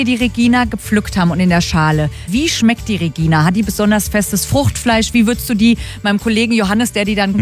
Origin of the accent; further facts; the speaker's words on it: Bad Nauheim, Hesse, Germany; ich bin in Bad Nauheim groß geworden, ja. Und logischerweise sind wir auch mit Ockstädter Kirschen aufgewachsen.